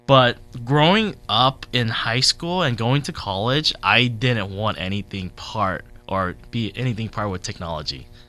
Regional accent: United States; also born or lived in Vietnam; I was born in Vietnam. I am from an immigrant family from Vietnam, but we moved to the States when I was like 1.5 or 2, so I practically grew up here.

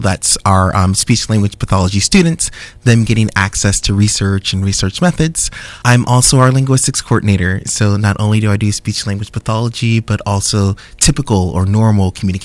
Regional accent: West Covina, California, United States; So I grew up in the San Gabriel Valley in West Covina

